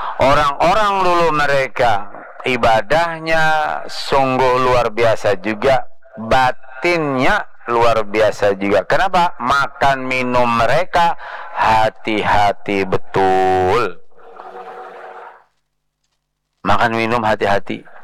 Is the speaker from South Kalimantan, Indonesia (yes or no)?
yes; South Kalimantan, Indonesia; first language Banjar; kalau bahasa kami Banjar apa itulah